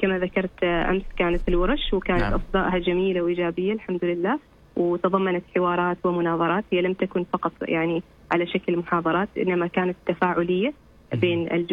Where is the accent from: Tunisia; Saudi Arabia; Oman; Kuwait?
Oman; إحنا كمجتمع عماني